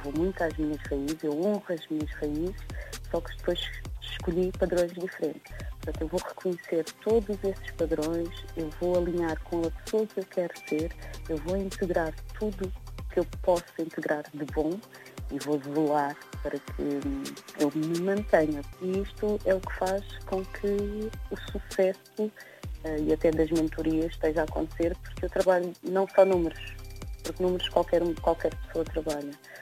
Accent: Cape Verde; sou de Cabo Verde

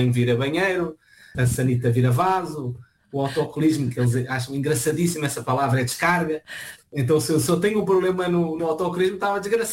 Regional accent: Portugal; Eu vinha de Portugal, que é aquele workaholic, aquele trabalho muito intenso

